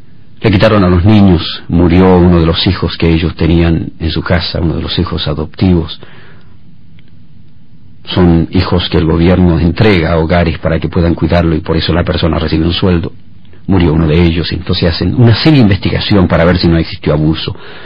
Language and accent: Spanish; Chile; moved away